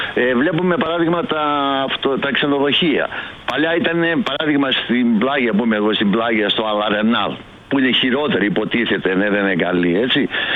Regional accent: Epirus, Greece; εγώ στην Ήπειρο είμαι και εγώ είμαι από την Ήπειρο, έτσι κι αλλιώς, και πηγαίνω συνέχεια, ναι.

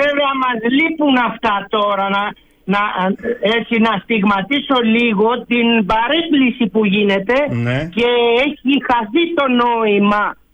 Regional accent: Skyros, Central Greece, Greece

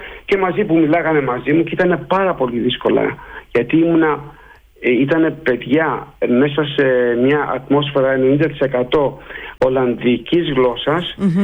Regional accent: Greece; moved away as an adult; now in Netherlands; Εδώ πέρα δεν υπάρχουν Έλληνες. Υπάρχω μόνο εγώ.

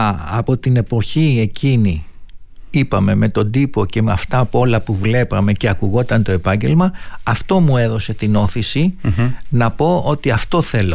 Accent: Athens, Attica, Greece; Η καταγωγή είναι από την Τίνο, αλλά δεν ζούσαμε στην Τίνο, ζούσαμε στην Αθήνα, στην Τσιμεντούπολη.

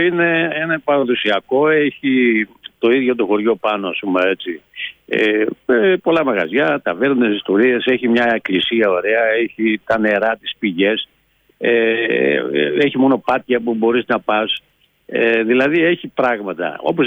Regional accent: Panagia, Greece; να έρχομαι περισσότερο από μια φορά τον χρόνο στη Παναγία, στο χωριό μου δηλαδή

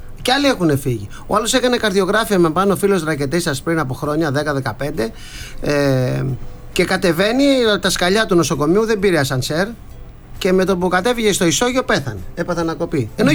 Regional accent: Agioi Anargyroi, Attica, Greece; born there; Ένας έμενε στη Νίκαια, για Βαρβάρα Νίκαια εκεί κοντά, ο άλλος Άγιο Παντελεήμονα και εγώ Άγιος Αναργύρους

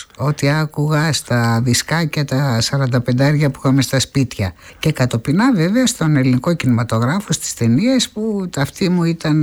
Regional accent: Methana, Attica, Greece; Κυρίως έχω στη μύτη μου τη μυρωδιά από τον τόπο μου αυτό, που ευτύχησα να μεγαλώσω παιδί

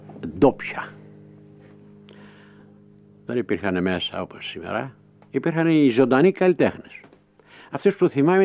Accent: Crete, Greece; moved away; με υποχρέωσα να φύγω από τον τόπο μου, οπότε αυτό το ίδιο υλικό το κρατάω, το προσέχω σαν το Θεό μου και ήρθε η ώρα, η στιγμή να με φέρετε στο στούντιο, που σας ευχαριστώ πάρα πολύ για αυτό το πράγμα και όχι μόνο εγώ, αλλά σας ευχαριστώ κυρία Άννα Μακράκη και εκ μέρους του όλης της Κρήτης

